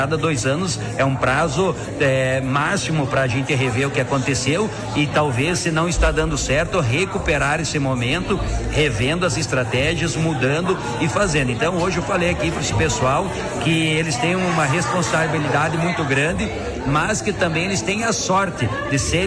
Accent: Brazil; aqui nós somos brasileiros

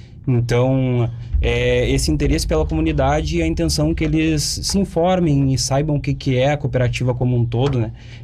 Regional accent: Dona Francisca, Rio Grande do Sul, Brazil; moved away as an adult; now in Restinga Seca, Brazil; eu sou natural de Dona Francisca, né, fui importado aqui para Restinga Seca, tô morando aqui já faz 8 anos aí trabalhando com a cooperativa

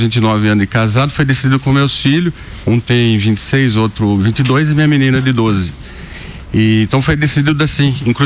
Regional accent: Capivari, São Paulo, Brazil; born there; also born or lived in Ribeirão Preto; now in Sorocaba, Brazil; Na realidade eu nasci em Capivari, minha esposa nasceu em Itu. Ficamos 20 anos para Ribeirão Preto. Nós voltamos também em Sorocaba agora.

